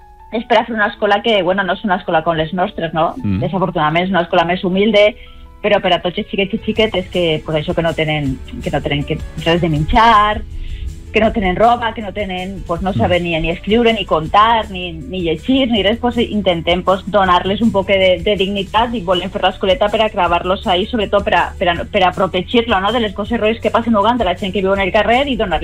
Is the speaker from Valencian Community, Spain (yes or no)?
yes; Onda, Valencian Community, Spain; Jo soc d'Onda